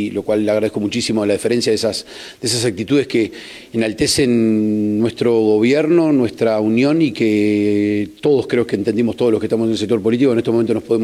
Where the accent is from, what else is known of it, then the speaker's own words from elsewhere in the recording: Río Branco, Cerro Largo, Uruguay; now in Melo, Uruguay; Mi ciudad natal, como es Río Branco